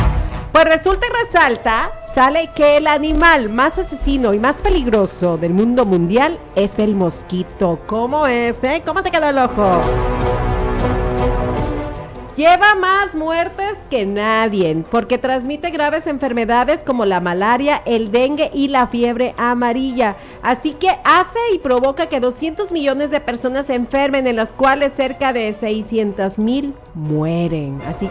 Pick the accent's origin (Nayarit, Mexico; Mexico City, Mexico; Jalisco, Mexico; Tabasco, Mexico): Nayarit, Mexico; Tecuala; De Tecuala, ¿eh? Pues somos de Tecuala.